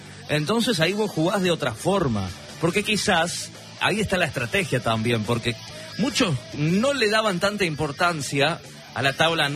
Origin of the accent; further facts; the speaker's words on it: Puerto León, Misiones, Argentina; moved away; yo estudié en la 247 de Puerto León y la provincia de Misiones, allá casi al límite con Paraguay, son 3 kilómetros lo que separa, después viene el río Paraná, y bueno, y la secundaria lo hice en el bachillerato 25 de la misma localidad, ahí en Puerto León.